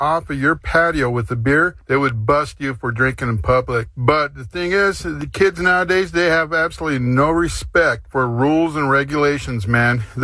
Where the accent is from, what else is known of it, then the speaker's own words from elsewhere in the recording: Orange County, California, United States; I grew up in Orange County, spent a lot of time down Newport Beach and Balboa.